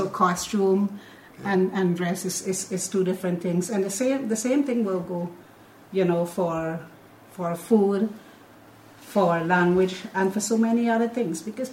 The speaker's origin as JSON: {"language": "English", "country": "Guyana"}